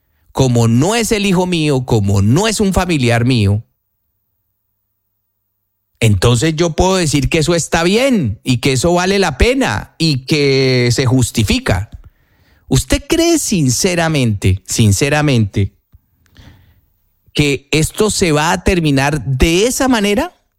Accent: Colombia; pero somos buenos colombianos. Yo estoy seguro que sí, que somos buenos colombianos.

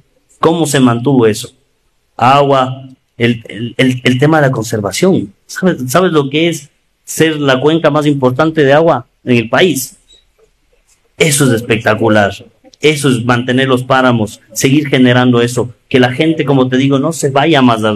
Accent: Ambato, Tungurahua, Ecuador; accent: Ambato arrastrada R; also born or lived in Quito; Ambato, mi tierra, mi corazón, mis raíces, mi R, eso. ese distintivo de... Yo pasé mucho tiempo en Quito y cuando te hablan y te dicen vos arrastras

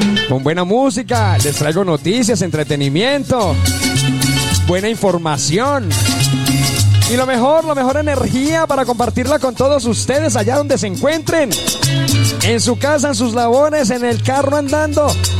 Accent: Colombia; Así como todo colombiano somos

